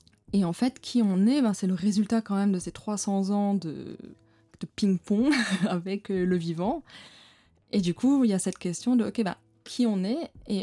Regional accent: Mauritius; et moi je me retrouve dedans avec des origines, très diverses, comme tous les Mauriciens. Enfin, mon père est d'origine asiatique, enfin, j'ai une grand-mère d'origine indonésienne, ma mère est allemande, je suis à Maurice

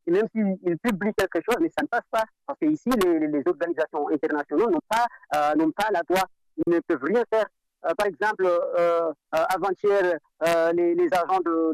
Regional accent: Mohéli, Comoros; born there; moi je suis né à Mouéli, mais j'ai un cousin qui habite à Mayotte

